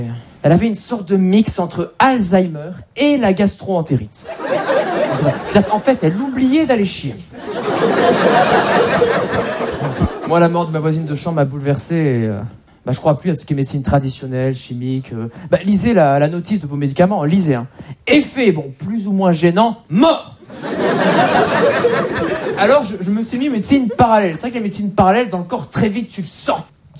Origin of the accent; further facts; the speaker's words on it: Menton, Provence-Alpes-Côte d'Azur, France; Je viens de Menton à la frontière italienne.